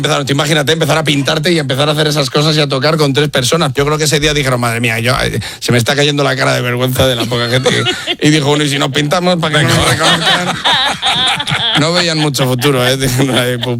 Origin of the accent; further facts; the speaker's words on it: Toro, Castile and León, Spain; Zamora, de Toro, ¿no? En Zamora, y era mítico, era de rock español, rock nacional, y era para mi pueblo era una religión ese bar.